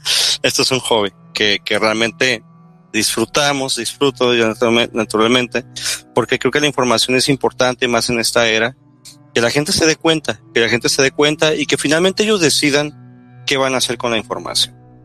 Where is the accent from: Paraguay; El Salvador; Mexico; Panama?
Mexico; Baja California; Soy también soy de México. Soy del norte del estado de Baja California. Actualmente tengo 35 años. Fui miembro de la Iglesia de Jesucristo de los Santos Últimos Días, o conocido como la Iglesia Mormona